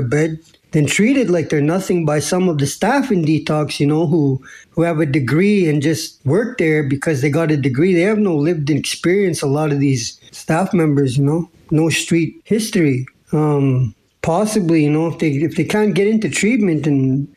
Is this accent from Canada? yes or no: yes; Saskatoon, Saskatchewan, Canada; because I'm from Saskatoon, that Saskatoon does not have a drug treatment court